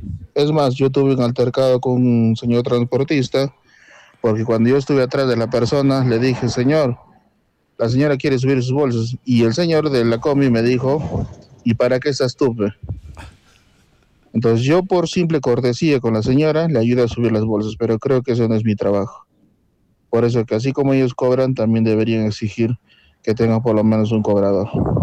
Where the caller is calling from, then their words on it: Arequipa, Peru; Yo como ciudadano peruano y arequipeño